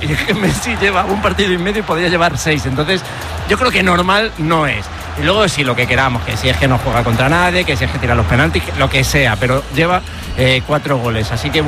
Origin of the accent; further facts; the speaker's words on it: Spain; porque nosotros como españoles presumimos de tener un pedazo de centro del campo buenísimo